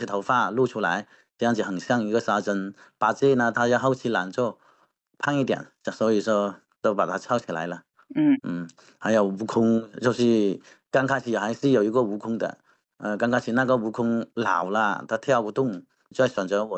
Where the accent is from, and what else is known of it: Guangxi, China